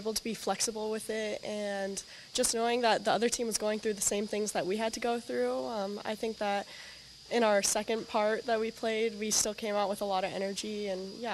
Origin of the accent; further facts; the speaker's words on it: Portland, Oregon, United States; So I'm from Portland, Oregon